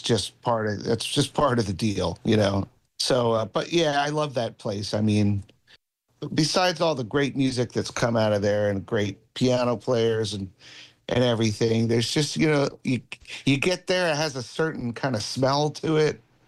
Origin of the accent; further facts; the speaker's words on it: New Jersey, United States; I'm from New Jersey